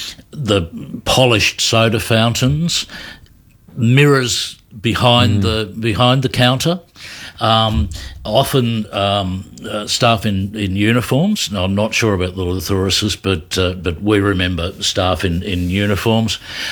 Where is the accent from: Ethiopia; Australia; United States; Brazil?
Australia; Castlemaine, Victoria; moved away; when I grew up in Castlemaine in central Victoria